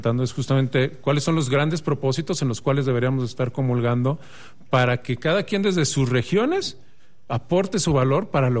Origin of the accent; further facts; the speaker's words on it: Mexico; la identidad como mexicanos.